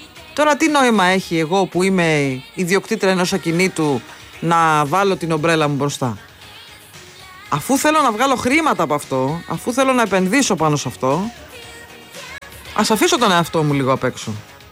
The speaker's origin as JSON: {"language": "Greek", "town": "Parga", "region": "Epirus", "country": "Greece", "tie": "born there", "said": "Εγώ γεννήθηκα στην Πάργα."}